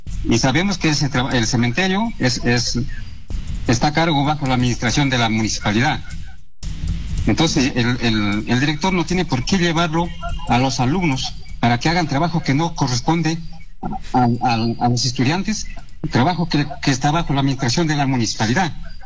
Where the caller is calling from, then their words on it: Asunción district, Cajamarca, Peru; Estoy llamando de acá, del distrito de la Asunción.